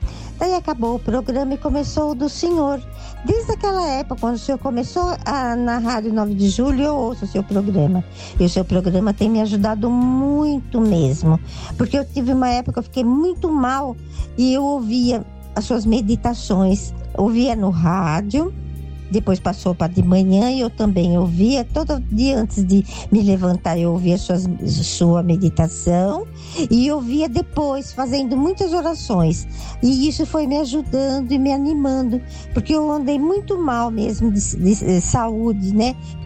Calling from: São Paulo, Brazil; Eu falo aqui da Lapa.

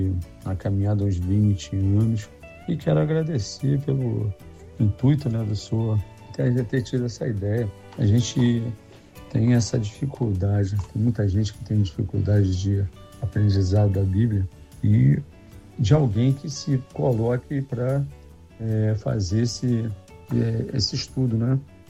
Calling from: Niterói, Rio de Janeiro, Brazil; sou da Paróquia Nacional Conceição da Ilha da Conceição, Niterói.

